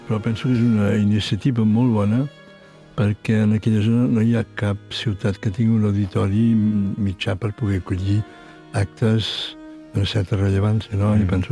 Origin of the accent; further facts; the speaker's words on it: Igualada, Catalonia, Spain; moved away as an adult; also born or lived in Barcelona; I ara em sento bé a Igualada. En canvi, quan era jove, vaig fugir a Igualada, literalment.